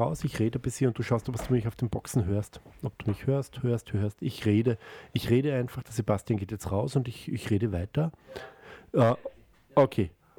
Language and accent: German; Judenburg, Styria, Austria; now in Salzburg, Austria; bin ich ja gebürtiger Judenburger, also aus der Steiermark und seit jeher ein Sturmknofel